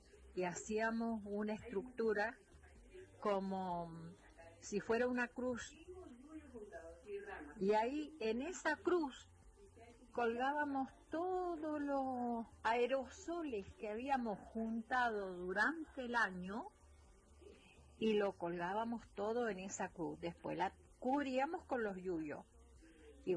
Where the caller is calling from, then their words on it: San Rafael, Mendoza, Argentina; yo vivo en Sol de Mayo, cuadro nacional, y los vecinos eran finca en esos años.